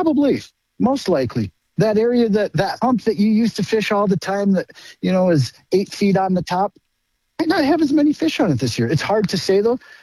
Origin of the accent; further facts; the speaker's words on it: Nevis, Minnesota, United States; I grew up on Lake Beltane in Nevis, and I remember having to let out line on the shoreline